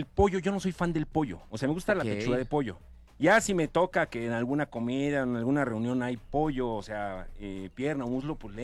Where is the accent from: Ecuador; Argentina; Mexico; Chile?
Mexico; Yo soy mexicano y no me gustan los bisteces de hígado encebollados.